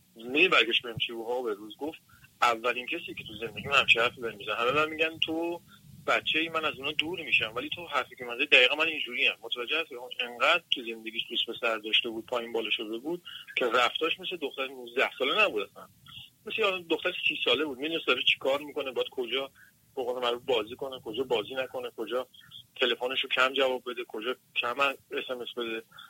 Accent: Iran; moved away; ما خودمون هم تو ایران بودیم، تو ایران بزرگ شدم

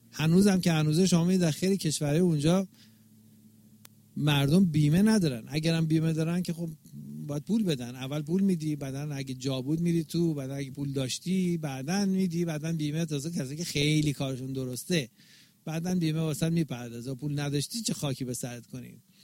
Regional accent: Iran; اونی که شما میرسی به یه کشوری که به عنوان یه ایرانی به عنوان یه میدل ایسترن

